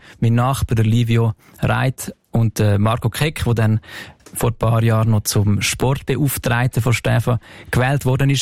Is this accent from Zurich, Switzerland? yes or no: yes; Zurich, Switzerland; ich habe den Song geschrieben über meinen Heimatort